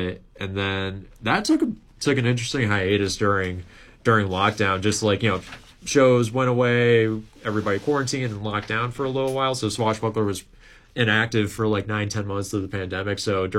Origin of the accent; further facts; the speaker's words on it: Lakeville, Minnesota, United States; moved away as an adult; also born or lived in Mankato; now in Winona, United States; yeah, we're all from Lakeville. God. Yeah, we all went to Lakeville North together, so Jake and I were in the same grade.